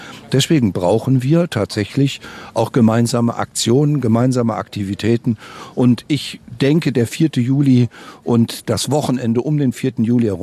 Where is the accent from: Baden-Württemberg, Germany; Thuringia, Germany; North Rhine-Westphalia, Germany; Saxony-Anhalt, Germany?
Thuringia, Germany; Erfurt; als Erfurter